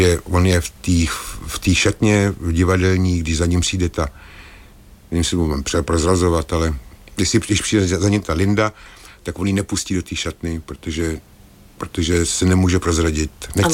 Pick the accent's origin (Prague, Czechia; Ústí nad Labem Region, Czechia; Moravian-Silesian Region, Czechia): Ústí nad Labem Region, Czechia; Most; oni, ta kapela je z Mostu, já jsem z Mostu.